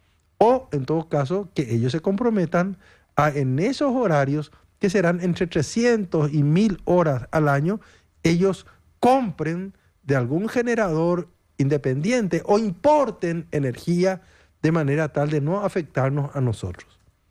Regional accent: Paraguay; así somos los paraguayos

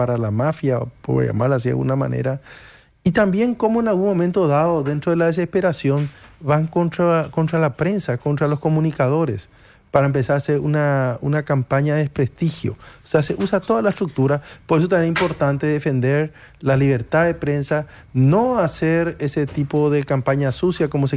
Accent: Paraguay

